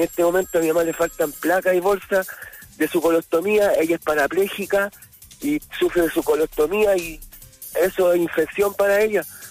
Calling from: Copiapó, Atacama, Chile; De acá, de Copiapó

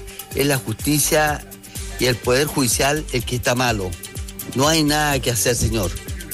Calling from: Chile; yo como ciudadano chileno no tengo nada que opinar

